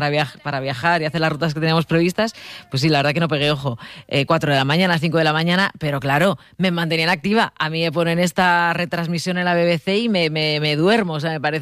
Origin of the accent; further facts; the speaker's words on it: Spain; se me reconoce que soy española, no tenía que decir nada